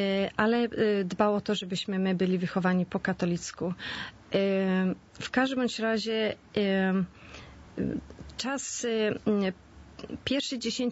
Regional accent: Świnoujście, West Pomeranian Voivodeship, Poland; moved away

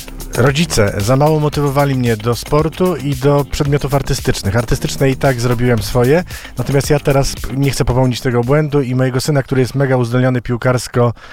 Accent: Zielona Góra, Lubusz Voivodeship, Poland; now in Warsaw, Poland; A ja jestem Słoikiem i pochodzę z Zielonej Góry.

